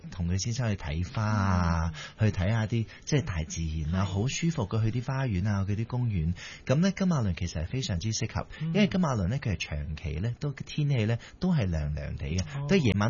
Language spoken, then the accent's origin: Cantonese; Ipoh, Perak, Malaysia; also born or lived in Malacca / Penang; now in Kuala Lumpur, Malaysia; 咁我喺馬六甲出世啦，咁跟住就由細即係讀幼稚園咧，就搬咗入去怡寶啦，咁就喺怡寶咧就讀到Form Two